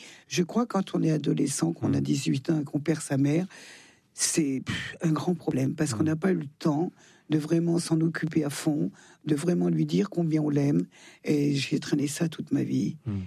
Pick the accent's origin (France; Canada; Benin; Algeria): France; Thonon-les-Bains, Auvergne-Rhône-Alpes; J'ai des habitudes savoyardes. Mmh. Je suis plus savoyarde que française d'ailleurs. D'ailleurs, les Savoyards, on est français depuis 150 ans.